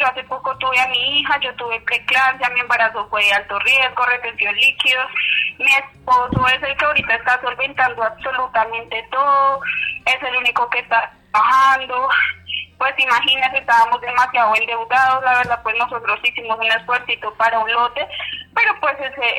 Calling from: Medellín, Antioquia, Colombia; Yo lo llamo desde aquí, desde Medellín, Antioquia, Barrio Belén

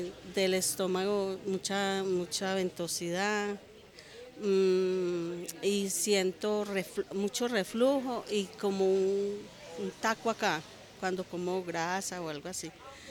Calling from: Medellín, Antioquia, Colombia; De Robledo Miramar

